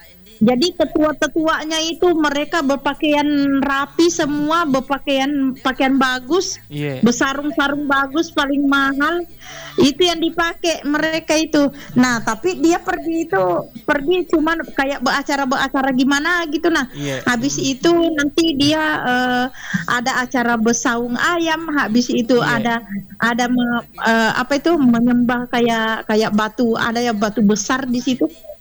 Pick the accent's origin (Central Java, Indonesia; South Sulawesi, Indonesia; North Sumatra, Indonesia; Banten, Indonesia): South Sulawesi, Indonesia; Sidenreng Rappang; di kampung saya di Sidrap